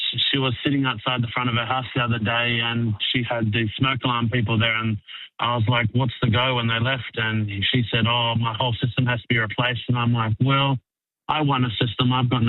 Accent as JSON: {"language": "English", "region": "New South Wales", "country": "Australia", "moved": "yes", "lives_now": "Mango Hill, Australia", "said": "I'm originally from New South Wales"}